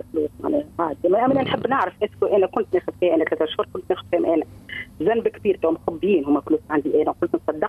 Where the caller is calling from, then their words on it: Tunisia; أنا من تونس